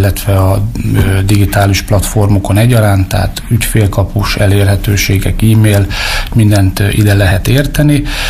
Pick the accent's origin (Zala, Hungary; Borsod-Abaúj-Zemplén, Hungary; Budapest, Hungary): Borsod-Abaúj-Zemplén, Hungary; Én Bodrog, közi Bodrog zugi származású vagyok